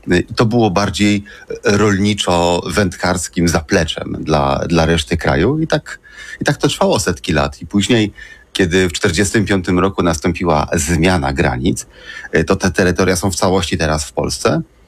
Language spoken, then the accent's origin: Polish; Poznań, Greater Poland Voivodeship, Poland; also born or lived in Szczecin; ja jestem z Poznania i przyzwyczajony jestem do tego, że teren jest płaski, porośnięty zbożem i że jest gęsto zaludniony, bo tak mniej więcej wygląda Wielkopolska.